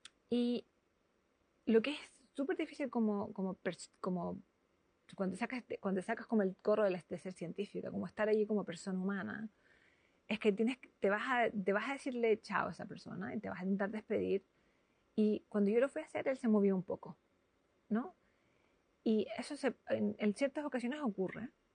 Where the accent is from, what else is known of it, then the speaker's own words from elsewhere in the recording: Chile; Yo soy chilena.